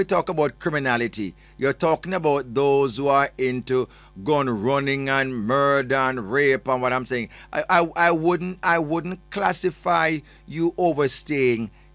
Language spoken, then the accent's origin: English; Jamaica